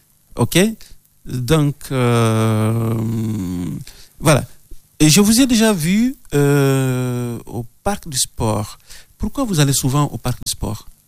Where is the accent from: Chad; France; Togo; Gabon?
France; Roubaix, Hauts-de-France; Quand on dit ailleurs qu'on vient de Roubaix, oh là là, on vous regarde comme des gens qui viennent de Chicago, de New York, de Californie, quoi.